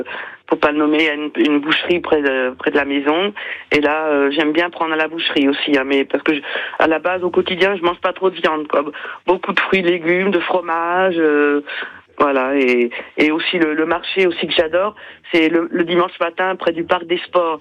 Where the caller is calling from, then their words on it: Perpignan, Occitanie, France; j'habite à la Porte d'Espagne